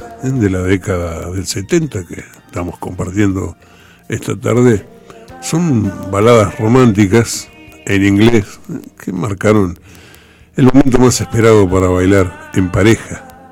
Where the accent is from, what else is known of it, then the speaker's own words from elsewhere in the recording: Comodoro Rivadavia, Chubut, Argentina; moved away; En mi adolescencia, en Comodoro Rivadavia